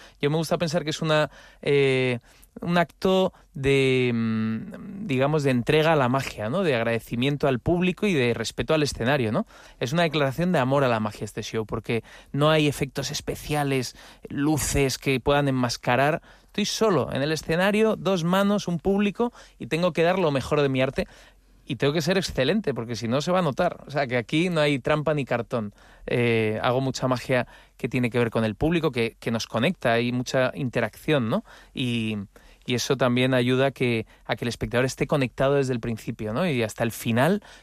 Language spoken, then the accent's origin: Spanish; Madrid, Community of Madrid, Spain